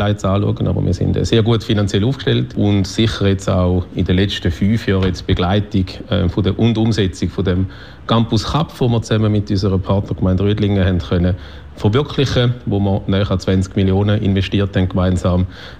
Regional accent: Buchberg, Schaffhausen, Switzerland; Buchberg ist Heimat. Ich bin aufgewachsen in Buchberg. Ich finde das der absolut schönste Ort, wo man kann wohnen kann. Ich wohne jetzt auch seit 2012 wieder mit meiner Frau und mittlerweile 2 Kindern in diesem wunderschönen Dorf. Ich bin sehr verbunden mit dem Dorf.

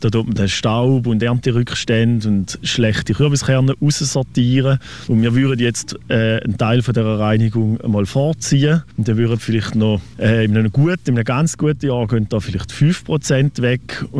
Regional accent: Schaffhausen, Switzerland; Als Schaffhauser Bauer hast du immer noch einen Kollegen, der Weinbauer ist

